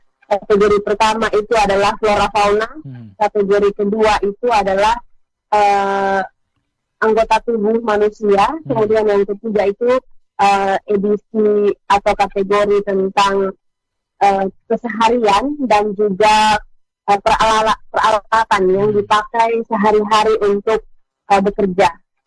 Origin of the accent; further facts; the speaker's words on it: Kodi, East Nusa Tenggara, Indonesia; karena saya ini bukan asli orang Kodi, saya campuran orang Kodi di sini, orang Kodi Kepa, tanggal bapak saya orang Kepa, bapak saya orang Sumba, jadi tidak banyak leksikon yang saya tahu, Kakak.